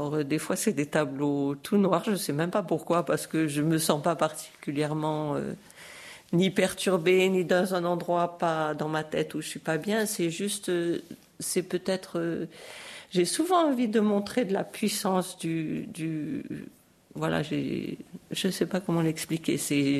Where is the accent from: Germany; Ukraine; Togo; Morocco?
Morocco; moved away; J'ai grandi au Maroc